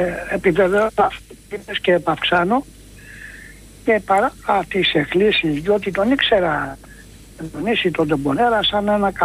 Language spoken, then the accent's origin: Greek; Corfu, Ionian Islands, Greece; Είναι άπιαστο να φανταστείς και εγώ που είμαι από την Κέρκυρα